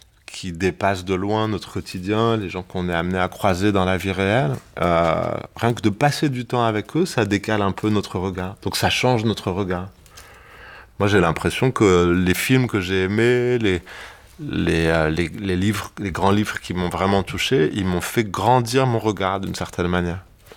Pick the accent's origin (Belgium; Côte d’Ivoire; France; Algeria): France; Ivry-sur-Seine, Île-de-France; à Ivry-sur-Seine, là où j'ai grandi et où j'ai, voilà, où j'ai fait toutes mes jeunes années